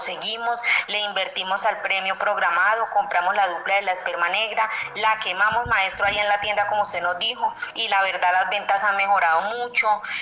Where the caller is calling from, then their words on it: Cocorná, Antioquia, Colombia; Desde acá, desde Cocorná, Antioquia